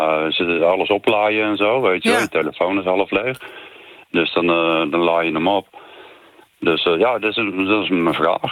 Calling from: Utrecht, Netherlands; ik kom uit Utrecht.

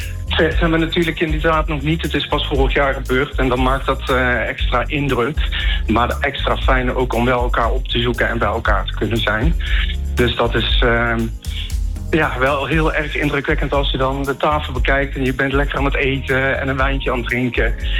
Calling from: Meerle, Flanders, Belgium; Ik woon in Merle. Dat is vlakbij Hoogstraat in België.

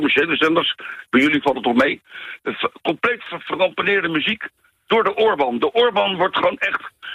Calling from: The Hague, South Holland, Netherlands; wij komen uit Den Haag. Klein dorpje Loosduinen. Dat is geplakt tegen Den Haag aan.

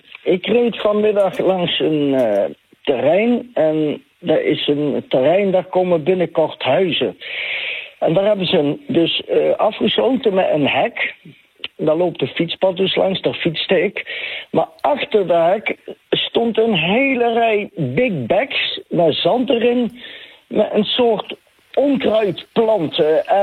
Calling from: Beek en Donk, North Brabant, Netherlands; Ik kom zelf uit Beekendonk, trouwens.

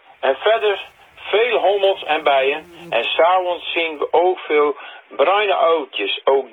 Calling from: Dronten, Flevoland, Netherlands; uit Dronten.

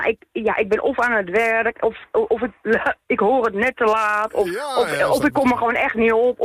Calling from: Amstelveen, North Holland, Netherlands; Amstelveen.

